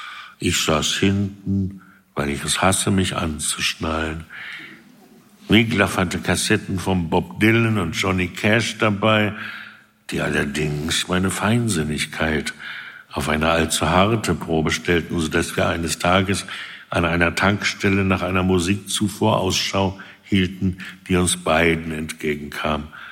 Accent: Lower Saxony, Germany; ich bin in Südniedersachsen aufgewachsen

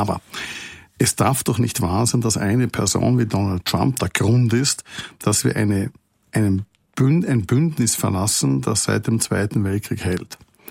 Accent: Austria; Und ich komme aus einem neutralen Land, wie Sie meiner Stimme hören. Ich bin Österreicher.

